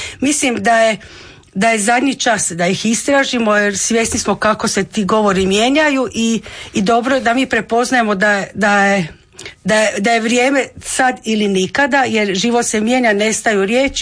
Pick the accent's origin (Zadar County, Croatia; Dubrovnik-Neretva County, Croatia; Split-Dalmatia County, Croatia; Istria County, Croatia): Split-Dalmatia County, Croatia; Klis; accent: Klis novoštokavski ikavski; moj novoštokavski i ikavski dijalekt kao jedan od dijalekata štokavskog narječja, ali moj mjesni govor je kliški, ja sam iz Klisa